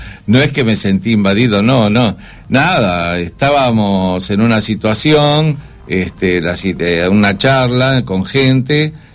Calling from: Santa Rosa, La Pampa, Argentina; de Santa Rosa, La Pampa. Les mando un abrazo.

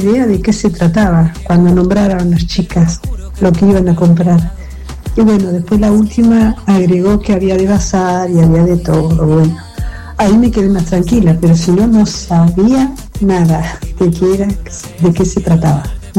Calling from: Las Flores, Buenos Aires Province, Argentina; de las Flores.

